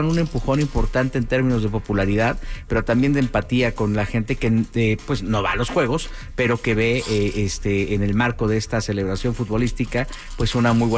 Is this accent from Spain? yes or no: no; Mexico; Y a disfrutarlos mucho como mexicano